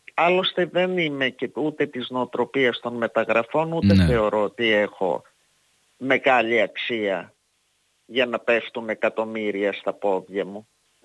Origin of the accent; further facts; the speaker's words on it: Greece; Ως Ελληνίδα το θεώρησα έτσι.